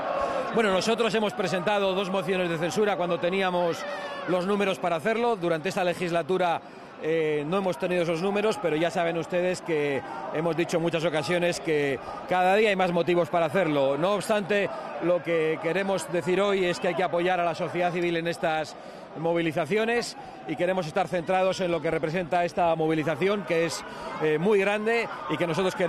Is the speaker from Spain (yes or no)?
yes; Spain